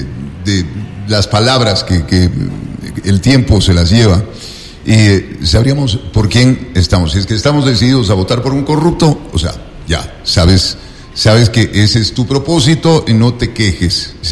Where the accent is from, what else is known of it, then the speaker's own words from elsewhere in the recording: Quito, Pichincha, Ecuador; la responsabilidad que tenemos como quiteños de la provincia de Pichincha